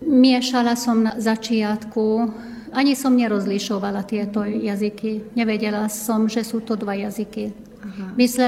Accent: Banská Bystrica Region, Slovakia; first language Hungarian; Slovak is a second language; Pochádzam zo stredného Slovenska, z Veľkokrytíckej oblasti. Je to vlastne krajina, kde dva jazyky, dve kultúry žijú vedľa seba, stretávajú sa, doplňajú sa.

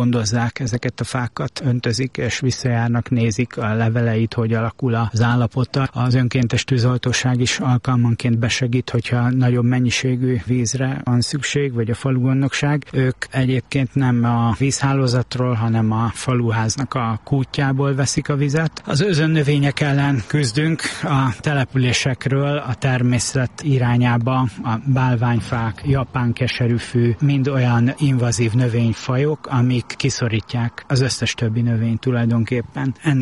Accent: Budapest, Hungary; moved away; én óbudai vagyok.

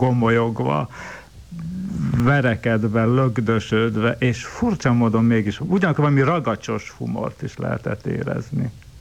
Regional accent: Budapest, Hungary; egy gyárutcai ablak, Majókai utcai, ott születtem. A 6. kerület, onnan szivárogtam át, aztán tulajdonképpen jóval később csak a Tisza-Kálmán térre. De még előtte Kőbánya is volt.

